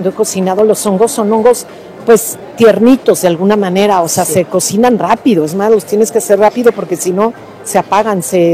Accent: Mexico City, Mexico; nosotras que somos de la Ciudad de México

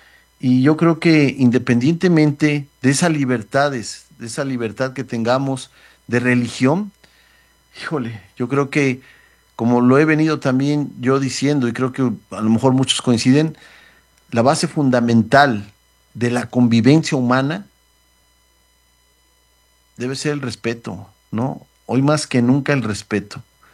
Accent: Mexico

